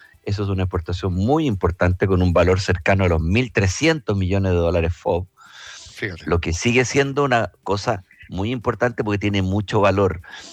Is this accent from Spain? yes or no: no; Chile; Uno puede, con mucho orgullo como chileno, llegar al lugar más recóndito del mundo y se encuentra con una botella de Conchitoro.